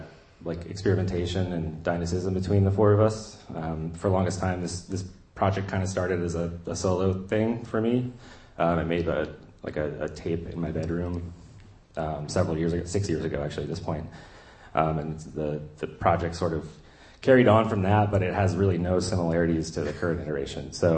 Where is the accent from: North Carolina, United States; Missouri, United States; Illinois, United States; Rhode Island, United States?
North Carolina, United States; Chapel Hill; And Anders and I go way back, actually, to my hometown of North Carolina, Chapel Hill.